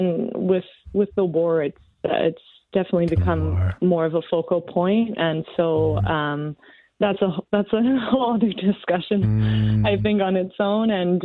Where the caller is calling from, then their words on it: Winnipeg, Manitoba, Canada; I'm calling from Canada.